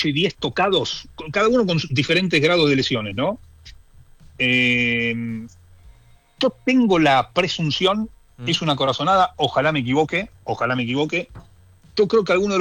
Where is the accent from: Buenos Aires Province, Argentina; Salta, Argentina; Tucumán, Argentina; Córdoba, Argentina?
Buenos Aires Province, Argentina; Ramos Mejía; born there; he ido a bailar durante mi adolescencia en Ramos Mejía